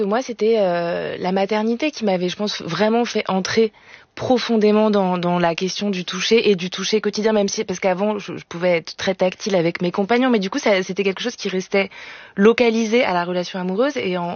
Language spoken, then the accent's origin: French; Grand Est, France; dans ma famille, on ne l'est pas du tout. On vient de Lorraine.